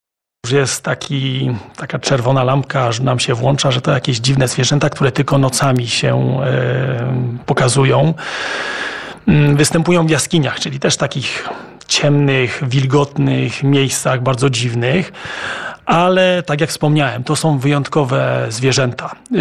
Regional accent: Lesser Poland, Poland; mieszkam tutaj w sąsiedniej miejscowości, więc no, jestem z Ojcowem związany, można powiedzieć, od urodzenia.

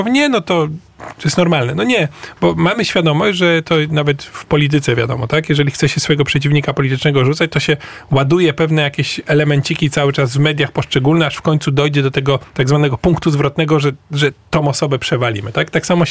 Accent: Orneta, Warmian-Masurian Voivodeship, Poland; jak ja pochodzę z Ornety i mogę zrobić Komisję Ornecką.

